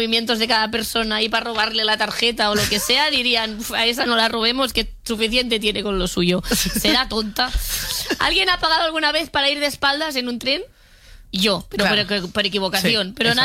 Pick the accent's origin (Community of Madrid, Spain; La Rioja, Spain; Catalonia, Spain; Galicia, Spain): Catalonia, Spain; como persona catalana esto me